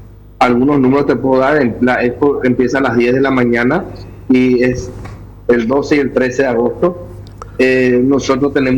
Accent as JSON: {"language": "Spanish", "country": "Paraguay", "said": "Y bueno, ellos de vuelta están mirando nuestro país."}